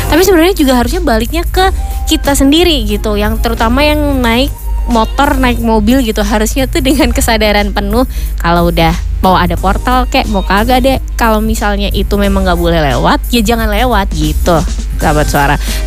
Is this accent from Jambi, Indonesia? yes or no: no; Special Region of Yogyakarta, Indonesia; kita gitu sebagai warga Daerah Istimewa Yogyakarta